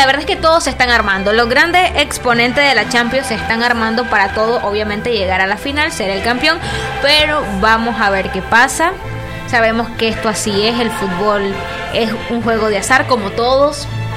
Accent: Nicaragua; Así de fieles somos los nicaragüenses.

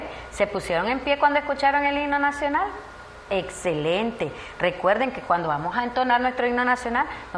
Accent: Nicaragua; estos símbolos patrios son los que nos caracterizan como nicaragüenses. Además de eso, nosotros somos pinoleros.

